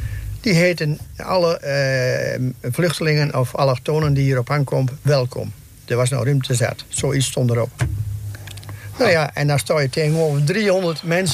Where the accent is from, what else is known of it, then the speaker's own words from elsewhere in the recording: Netherlands; Ik denk, ik ben ook een Nederlander. Ik ben best wel nieuwsgierig.